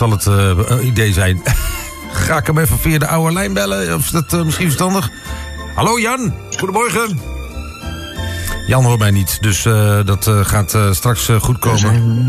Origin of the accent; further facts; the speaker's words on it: Overijssel, Netherlands; de Hof van Twente waar ik vandaan kom.